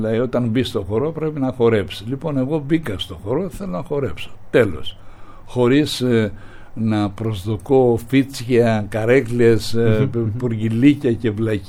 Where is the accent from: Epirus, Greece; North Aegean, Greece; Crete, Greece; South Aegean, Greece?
Crete, Greece; Anogeia; also born or lived in Heraklion, Greece / Chania, Greece; Εγώ είμαι κριτικός. Το χωριό μου είναι τα Νόγια και η πόλη μου είναι τα Χανιά. Στο Ηράκλειο διαμορφώθηκε ο χαρακτήρας μου, φεύγοντας από τα Νόγια 11 χρονών μέχρι τα 16-17